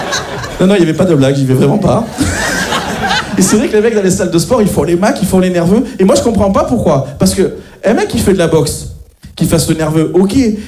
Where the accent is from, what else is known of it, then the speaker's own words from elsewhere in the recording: Marseille, Provence-Alpes-Côte d'Azur, France; Moi, je suis de Marseille, les amis